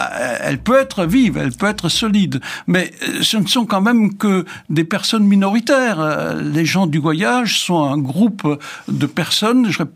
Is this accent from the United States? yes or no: no; Grand Est, France; moved away; Je suis originaire d'Alsace. Mon village d'origine, je trouve au bord du Rhin.